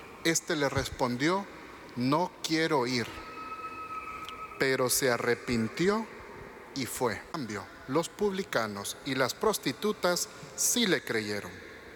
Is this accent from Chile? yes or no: no; Honduras; nuestra actitud como hondureños